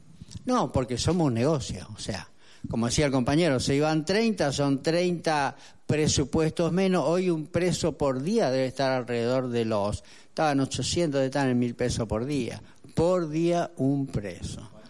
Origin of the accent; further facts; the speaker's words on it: Chaco, Argentina; moved away; yo, por ejemplo, soy del Chaco, necesitaba para la visita especial a mi provincia, donde está mi familia